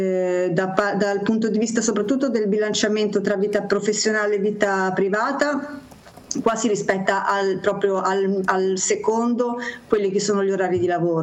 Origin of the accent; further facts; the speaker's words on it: Genoa, Liguria, Italy; moved away as an adult; now in Brussels, Belgium; Ti senti a casa quando sei a Genova